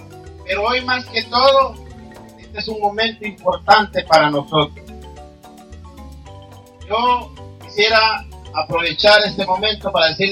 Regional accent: Honduras; Hoy es un día muy especial para mi municipio de Pilar. Somos ciudadanos muy orgullosos.

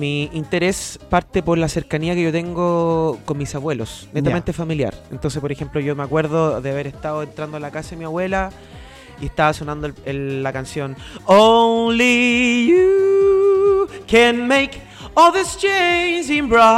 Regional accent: Rancagua, O'Higgins, Chile; born or raised there

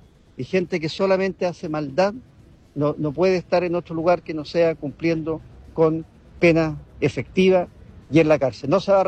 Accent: Chile; Aquí la sociedad, esta bonita sociedad que somos todos los chilenos, no merecemos esto.

